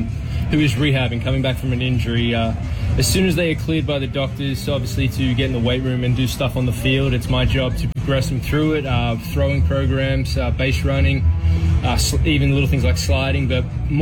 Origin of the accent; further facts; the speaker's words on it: Australia; Obviously, I'm from Australia as well, so it's been an interesting week so far.